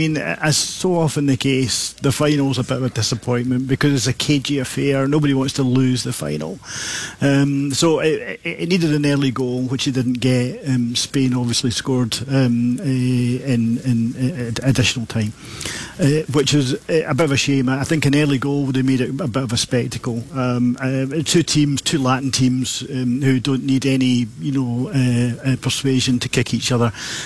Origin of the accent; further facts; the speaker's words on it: Scotland, United Kingdom; Three guys from the UK, we're all from different parts. I'm from Scotland, one's from the very south of England, and one's from the middle of England.